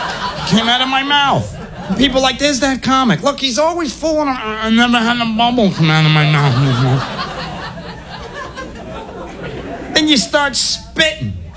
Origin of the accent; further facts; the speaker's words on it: New York, United States; I'm a New Yorker.